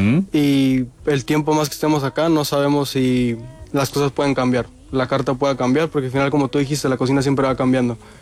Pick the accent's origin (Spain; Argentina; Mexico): Mexico; para como mexicanos, es una identidad